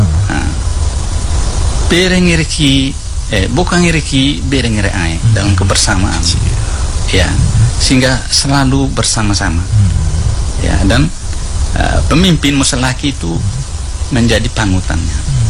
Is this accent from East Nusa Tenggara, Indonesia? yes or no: yes; Sukulise, East Nusa Tenggara, Indonesia; saya berlibur ke kampung dan mengikuti acara Ngua Mbama di Sukulise, di kampung saya.